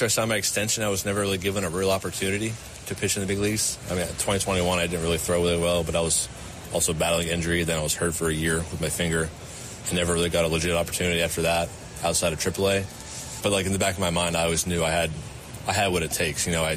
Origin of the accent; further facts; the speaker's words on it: Pittsburgh, Pennsylvania, United States; growing up in Pittsburgh, I was about 20 minutes from the stadium.